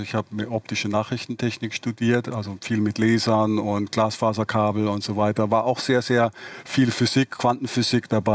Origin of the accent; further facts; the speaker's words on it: Baden-Württemberg, Germany; ich bin ja im Raum Heidelberg aufgewachsen und habe in Karlsruhe Elektrotechnik studiert